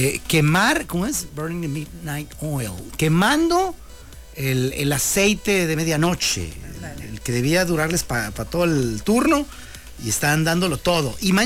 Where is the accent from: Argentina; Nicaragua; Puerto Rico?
Nicaragua; now in Mexico; Soy de Nicaragua, mi reina.